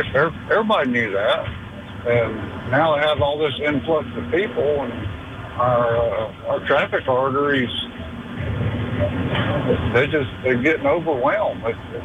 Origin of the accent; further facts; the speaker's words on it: Charlotte, North Carolina, United States; I'm born and raised in Charlotte out on Mountain Island.